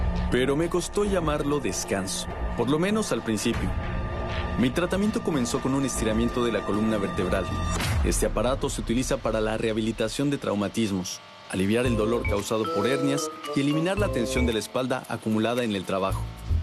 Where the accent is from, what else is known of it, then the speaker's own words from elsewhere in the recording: Mexico; Con tanta sal a mi alrededor, yo como mexicano no podía evitar pensar en el tequila.